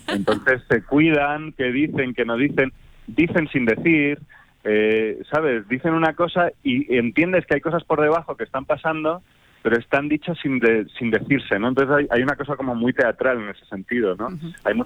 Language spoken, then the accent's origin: Spanish; Madrid, Community of Madrid, Spain; now in Olite, Spain; Claro, yo vengo de Madrid.